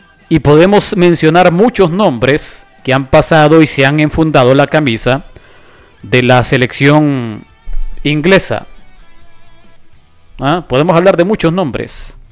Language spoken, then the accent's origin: Spanish; Honduras; nosotros como hondureños